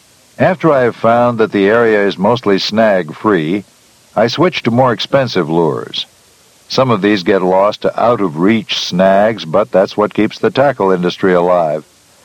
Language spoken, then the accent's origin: English; Michigan, United States; My dad often took my brother Jim and me fishing when we were growing up in Michigan